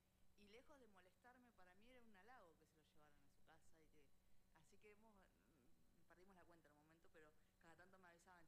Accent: Neuquén, Argentina; born there

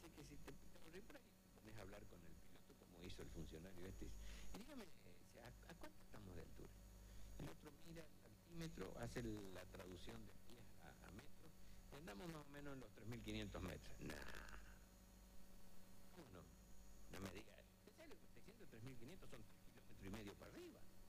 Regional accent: Greece; Sé que no se funciona, que soy nacido griego. Estoy orgulloso de eso.

